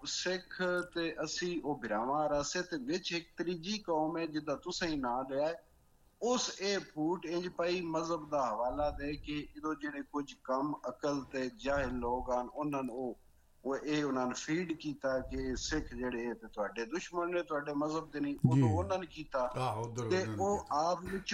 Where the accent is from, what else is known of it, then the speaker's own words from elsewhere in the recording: Punjab, Pakistan; accent: Jangli (rural Punjabi); ਮੈਂ ਬੋਲੀ ਆਪਣੀ ਜਿਹੜੀ ਮੇਰੀ ਪੇਂਡੂ ਦਿਹਾਤੀ ਜਿਹੜੀ ਜੰਗਲੀ ਬੋਲੀ ਹੈ